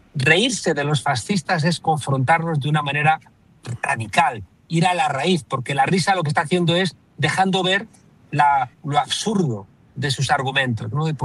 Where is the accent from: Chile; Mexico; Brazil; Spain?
Spain; en España, en mi país